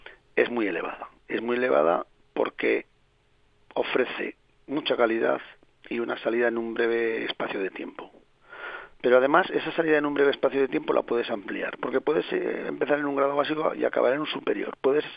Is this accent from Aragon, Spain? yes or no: yes; Tardienta, Aragon, Spain; soy de pueblo, yo soy de Tardienta, claro, y he vivido perfectísimamente todo esto en mi propia casa, ¿no?, que también teníamos algunos campos y algunas cosas.